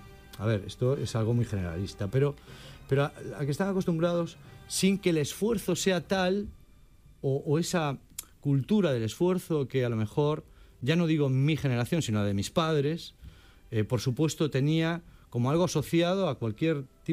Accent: Marín, Galicia, Spain; moved away; yo soy de Marín. Venía de un sitio donde eso era impensable

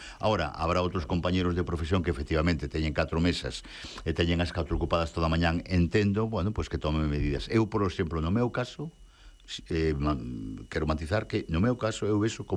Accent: Galicia, Spain; Pois aí, como bo galego, teño que dicir que depende.

